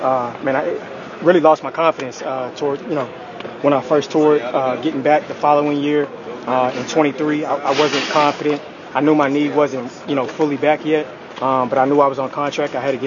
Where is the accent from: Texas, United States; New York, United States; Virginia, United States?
Texas, United States; Dallas; I'm from Dallas, born and raised.